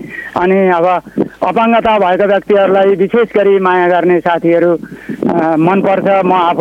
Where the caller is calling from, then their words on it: Koshi Province, Nepal; म यता मोरङबाट … मोरङको रकमा